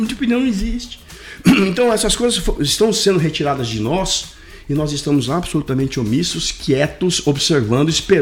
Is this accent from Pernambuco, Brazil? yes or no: no; São Paulo, Brazil; moved away; Eu sou paulistano lá na capital.